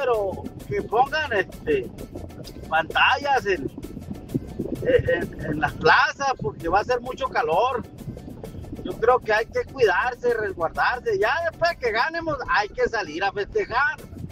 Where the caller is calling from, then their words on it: Ciudad Obregón, Sonora, Mexico; Desde acá, la tierra Yaqui.